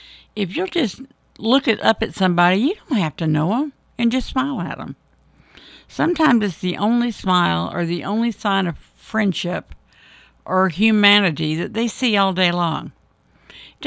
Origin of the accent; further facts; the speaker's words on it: Florida, United States; We were raised in the South. I was born and bred in Florida.